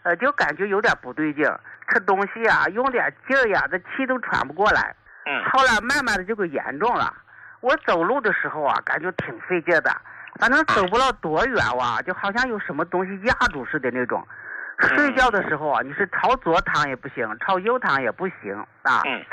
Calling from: Shaanxi, China; 我是陕西的一名听众。

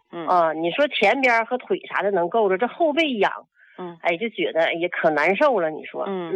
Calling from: Harbin, Heilongjiang, China; 啊，我是哈尔滨的。

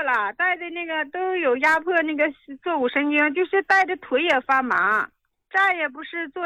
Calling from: Harbin, Heilongjiang, China; 我家是哈尔滨的，今年吧59了。

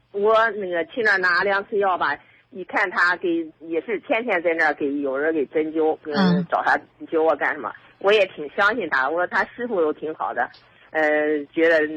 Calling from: Shijiazhuang, Hebei, China; 我是石家庄的

